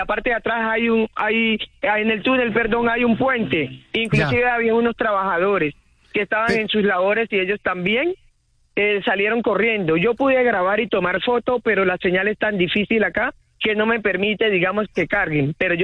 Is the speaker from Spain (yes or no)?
no; Buenaventura, Valle del Cauca, Colombia